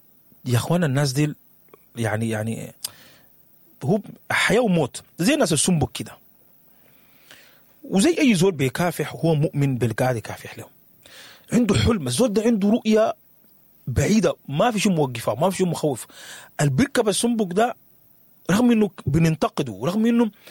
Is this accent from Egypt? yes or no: no; Sudan; moved away; احنا عشنا معهم في السودان